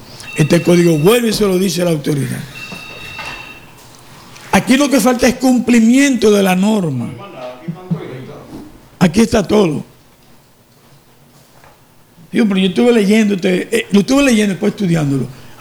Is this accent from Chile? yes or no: no; Dominican Republic